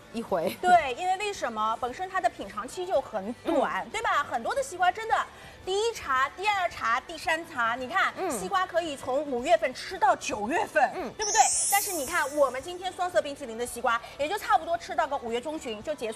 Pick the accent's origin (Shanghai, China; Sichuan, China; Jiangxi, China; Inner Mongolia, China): Shanghai, China; 我们上海人其实